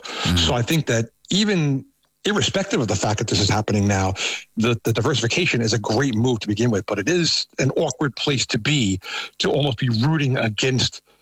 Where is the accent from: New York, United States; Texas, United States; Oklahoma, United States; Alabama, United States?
New York, United States; accent: New York; now in Canada; I moved here in 2023 from New York, and so I still have a very thick New York accent, which is a great conversation starter here.